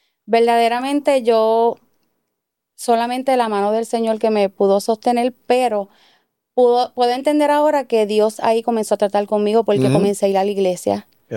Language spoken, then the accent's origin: Spanish; Puerto Rico; moved away as an adult; also born or lived in Maryland, United States; Yo tenía, pienso que 25 años, 23 años. Y ahí es cuando, pues, salimos de Puerto Rico. Ahí nos vamos al estado de Maryland.